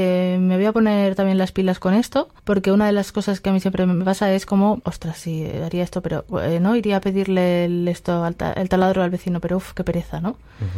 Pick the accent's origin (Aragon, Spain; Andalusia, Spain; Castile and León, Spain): Aragon, Spain; yo de donde vengo, que es de la región de Aragón, en España